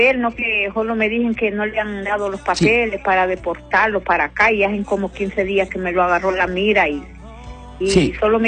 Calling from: Comayagüela, Francisco Morazán, Honduras; Acá de La Cuesta.

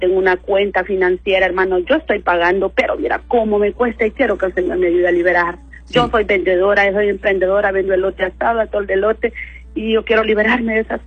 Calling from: La Campa, Lempira, Honduras; Yo vivo en Nueva Esperanza, La Campa, pero viajo para Gracias

